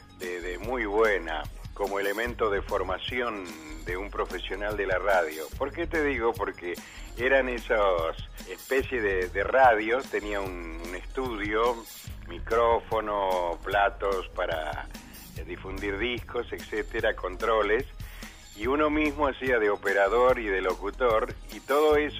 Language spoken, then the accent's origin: Spanish; Corrientes, Argentina; now in Tucumán, Argentina; en realidad yo soy tucumano, nada más que me crié en la provincia de Corrientes